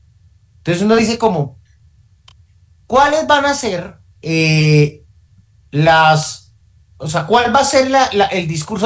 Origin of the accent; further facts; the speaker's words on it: Santander, Colombia; vuelvo a Santander, mi tierra.